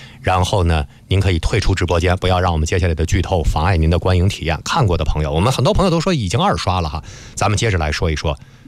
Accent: China

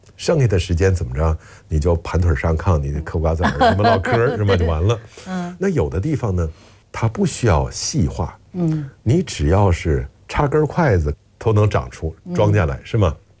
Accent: Northeast China, China; 我是东北人，我老家东北，

